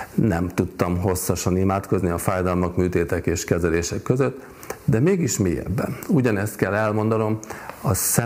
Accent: Budapest, Hungary; born there

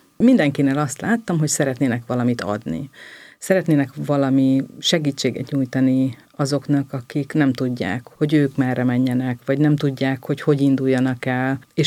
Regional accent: Hungary; now in Budapest, Hungary; meg pláne, vidéki vagyok

